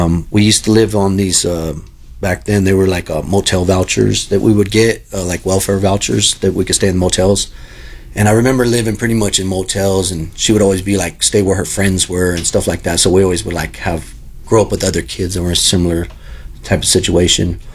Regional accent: Long Beach, California, United States; also born or lived in San Pedro, California / Burbank, California; now in Colorado, United States; I was born and raised in Burbank, forgot to mention that. I was born in San Pedro, California, and raised in Wilmington and Long Beach pretty much my whole life before I came to Colorado.

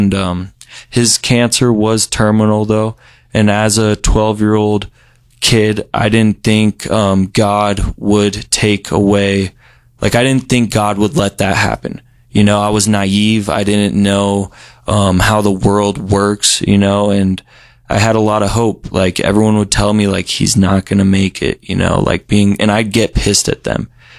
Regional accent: Broomfield, Colorado, United States; I grew up in Broomfield, Colorado. Nice neighborhood, good family

